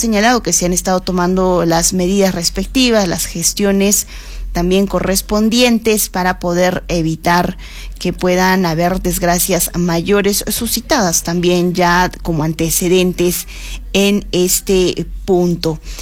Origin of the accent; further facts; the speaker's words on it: Arequipa, Peru; nosotros como buenos arequipeños